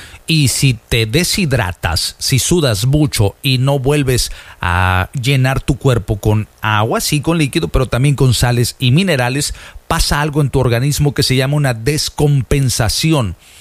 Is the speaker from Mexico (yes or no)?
yes; Veracruz, Mexico; Yo soy jarocho.